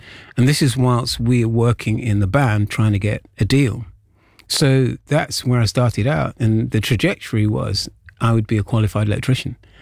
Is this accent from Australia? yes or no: no; Birmingham, West Midlands, United Kingdom; I'm from Birmingham.